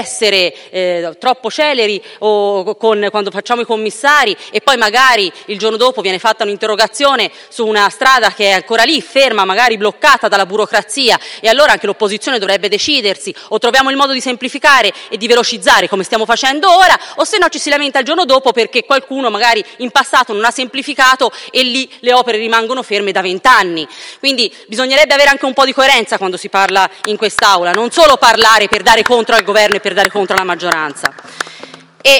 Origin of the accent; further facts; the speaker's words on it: Tuscany, Italy; essendo toscana